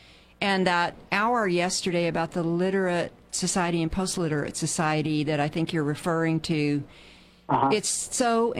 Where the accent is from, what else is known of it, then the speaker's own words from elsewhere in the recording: Texas, United States; accent: Texas; I'm reading the Calamity Club, and I'm getting my Texas accent back each page.